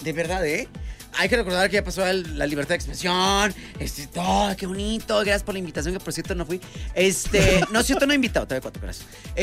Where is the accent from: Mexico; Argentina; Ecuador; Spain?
Mexico